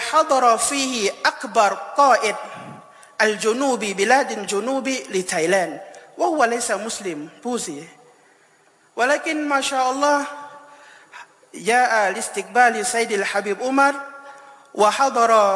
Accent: Thailand; بلادنا تايلاند

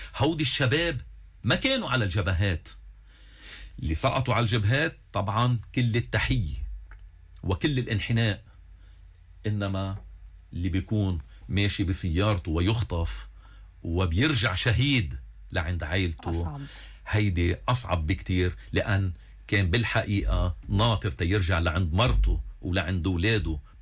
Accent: Mayfouq, Keserwan-Jbeil, Lebanon; أما أني يكون موجود بضيعتي بميفوق

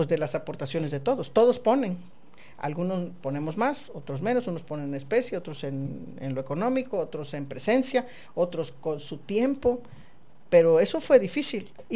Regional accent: Baja California, Mexico; Yo soy de Baja California, más de 30 años y viviendo aquí

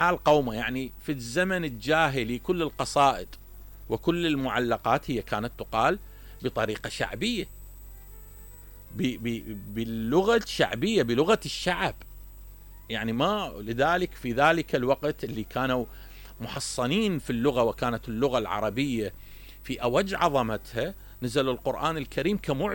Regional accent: Iraq

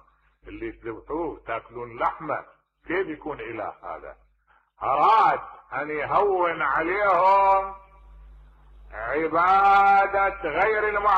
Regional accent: Syria; أنا شامي وما أخذتني التربية الأغاليط

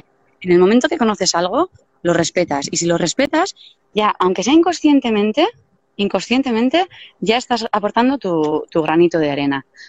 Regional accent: Deba, Basque Country, Spain; born there

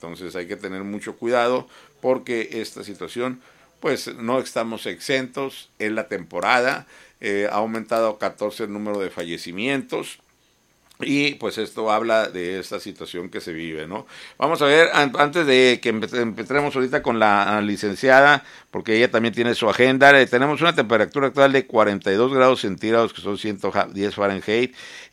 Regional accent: Baja California, Mexico; sabemos que hay pocos sitios en el Valle de Mexicali, y es una tradición de la gente que somos del Valle

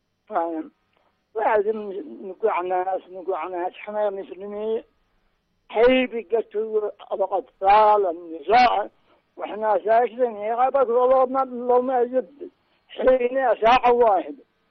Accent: Sanaa, Amanat Al Asimah, Yemen; من صنعاء من حولنا.

